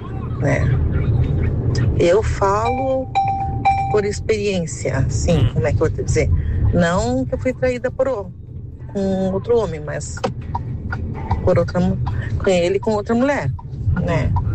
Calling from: Rio Grande do Sul, Brazil; eu, como boa gaúcha que sou

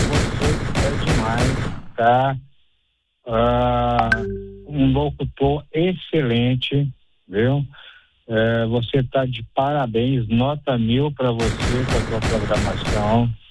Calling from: São Mateus, Espírito Santo, Brazil; Da cidade de São Mateus, estado do Espírito Santo.

